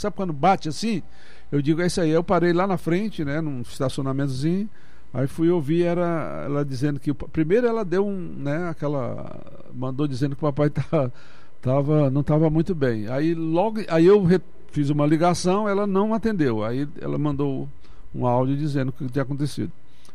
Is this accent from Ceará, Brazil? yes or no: yes; Santa Quitéria, Ceará, Brazil; Nós somos de São José do Frade, que é um distrito. Agora é Raimundo Martins, mas ele é um distrito de Santa Quitéria